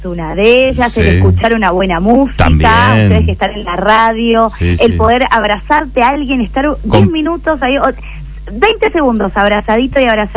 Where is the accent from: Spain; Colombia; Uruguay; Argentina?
Argentina; Mendoza; Sí, yo soy de acá de Mendoza. He vivido muchos años afuera y tengo un acento medio raro.